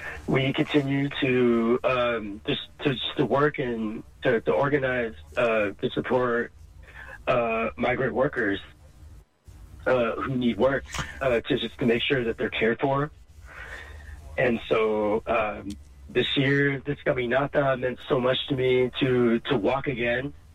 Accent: California, United States; I'm an activist from Sonoma County.

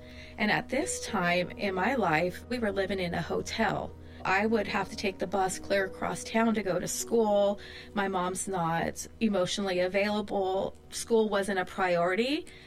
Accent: Hayward, California, United States; I grew up in the Bay Area from Hayward. I think I've lived in every inch of Hayward that you could think of.

